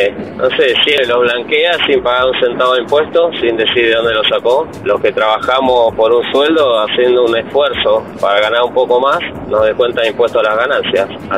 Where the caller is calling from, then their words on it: Mar del Plata, Buenos Aires Province, Argentina; de Mar del Plata.